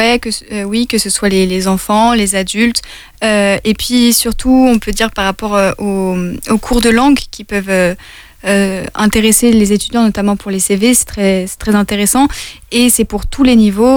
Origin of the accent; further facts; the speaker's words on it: France; en Chine, par exemple, je leur disais je suis française.